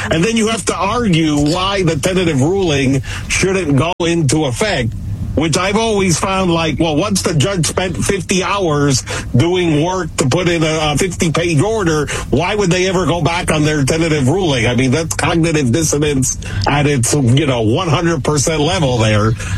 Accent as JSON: {"language": "English", "region": "Florida", "country": "United States", "said": "because I'm from Florida and I lived in D.C."}